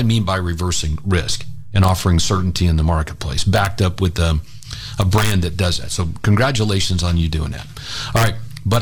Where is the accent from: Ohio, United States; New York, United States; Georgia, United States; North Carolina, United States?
Georgia, United States; But yeah, I was born and raised in Georgia, no question about it. So my most of my family lives there, and it's a great state too.